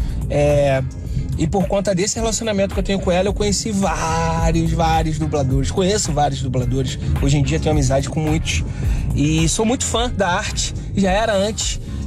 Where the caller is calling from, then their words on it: Rio de Janeiro, Brazil; aqui do Rio de Janeiro.